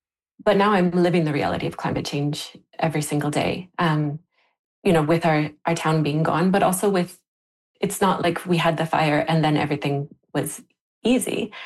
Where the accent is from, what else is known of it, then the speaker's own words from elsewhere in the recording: Lytton, British Columbia, Canada; And like I said, I grew up in Lytton, so I knew warm weather. Lytton was Canada's hotspot, but we would maybe break 40 one or two days in a summer at most.